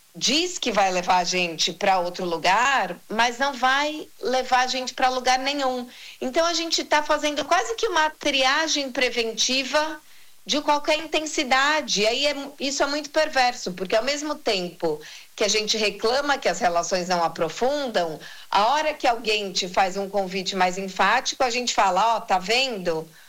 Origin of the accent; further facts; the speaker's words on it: São Paulo, Brazil; assim como nós, paulistanos, vivemos todo aquele frisson